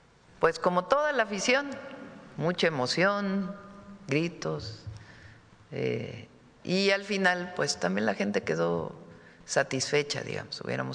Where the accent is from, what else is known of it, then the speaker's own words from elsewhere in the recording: Mexico; entre todos somos parte de México, de este gran país, de nuestro gran pueblo.